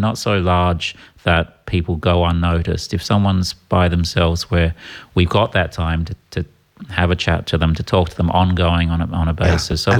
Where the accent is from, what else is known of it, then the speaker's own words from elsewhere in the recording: Perth, Western Australia, Australia; moved away; I'm from Perth, Australia. Ah, I've been here about 26 years now.